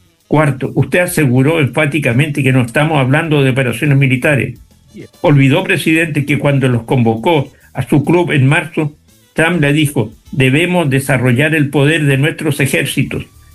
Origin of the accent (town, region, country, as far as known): Chile